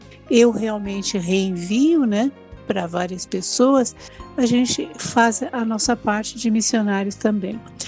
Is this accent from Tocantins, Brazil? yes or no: no; São Paulo, Brazil; Eu sou de São Paulo, capital.